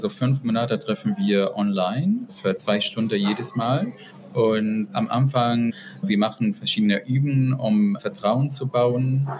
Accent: Palestine

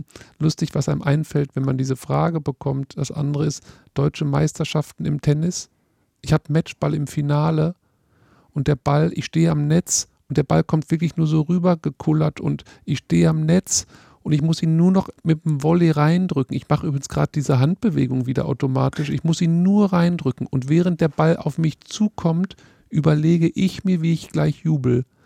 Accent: Witten, North Rhine-Westphalia, Germany; Das ist meine Heimat. Witten kennen vielleicht ihre Hörerinnen und Hörer nicht. Das liegt genau zwischen Bochum und Dortmund, also mitten im Herzen des Ruhrgebiet an der B1. Und das ist meine Heimat.

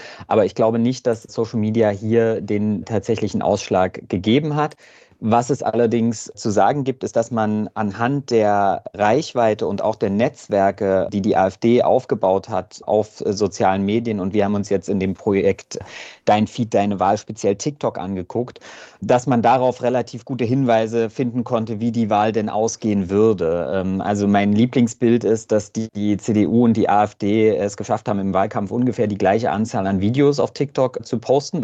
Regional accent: Saxony-Anhalt, Germany; Ich komme aus Sachsen-Anhalt, dementsprechend kenne ich die Lage ein bisschen

